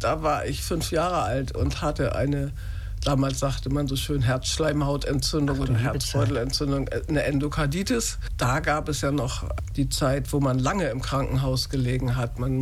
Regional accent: Hamburg, Germany; Der Bereich nannte sich die Walddörfer. Ich komme aus Hamburg-Volksdorf.

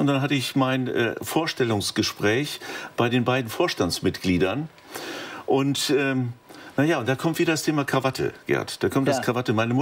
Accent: Lower Saxony, Germany; Und das ist so meine Heimat, das südwestliche Niedersachsen

